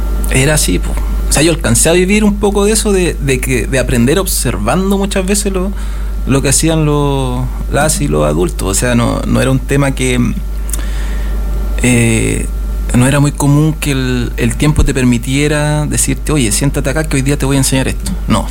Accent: Ovalle, Coquimbo, Chile; now in Valparaíso, Chile; yo vengo de Ovalle, de la cuarta región, donde yo la primera vez que vi una persona mapuche fue acá en Valparaíso.

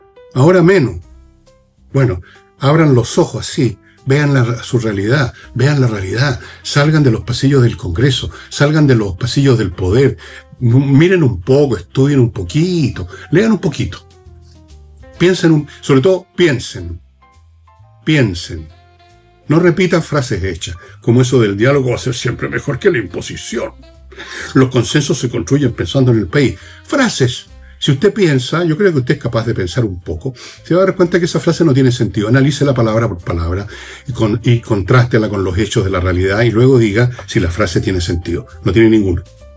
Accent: Chile

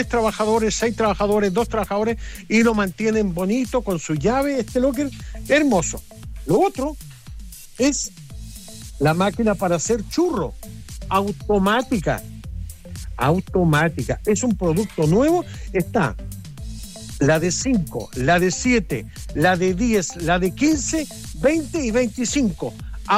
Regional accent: Syria; moved away; porque ellos son palestinos, nosotros somos sirios, pero somos hermanos de la misma tribu, de la misma familia árabes

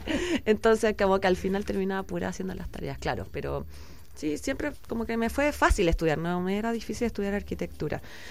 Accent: Melipilla, Santiago Metropolitan Region, Chile; now in Viña del Mar, Chile; Yo soy de Melipilla, del campo.

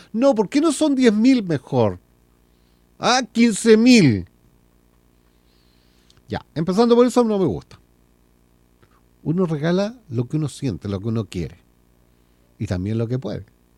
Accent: Chile; Pues somos chilenos.

